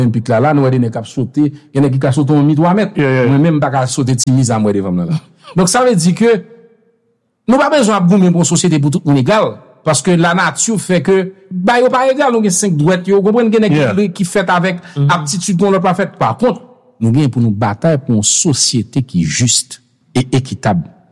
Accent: Haiti

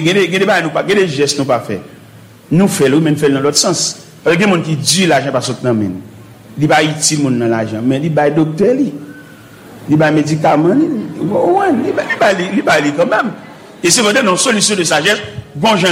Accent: Haiti; nous même haïtien chrétien

